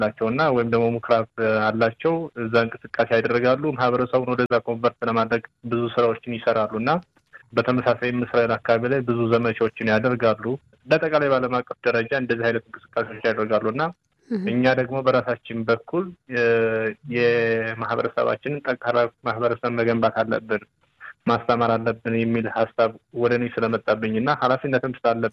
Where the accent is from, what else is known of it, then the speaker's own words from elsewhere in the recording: Shewa, Ethiopia; born there; now in Addis Ababa, Ethiopia; የተወለድኩት ወደ ሸዋ አካባቢ ክፍለ ሀገር ላይ ነው እና እዛ የተወሰነ ጊዜ እዛ ኖር ያለው። ከዛ ወደዚህ ሙቭ አድርገን እዚህ አዲስ አበባ ከመጣን በኋላ እዚህ አዲስ አበባ ላይ ነው እየኖርኩ ያለሁት።